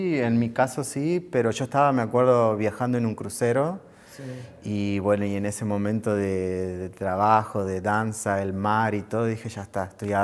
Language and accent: Spanish; Santiago del Estero, Argentina; born there; now in Buenos Aires, Argentina; yo como nací en Santiago del Estero, en el norte de Argentina, que es un poco más conservador, yo me fui de ahí a Buenos Aires por mi sueño de ser bailarín